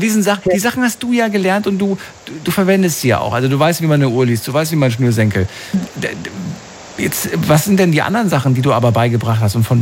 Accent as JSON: {"language": "German", "region": "North Rhine-Westphalia", "country": "Germany", "said": "komme aber auch aus NRW."}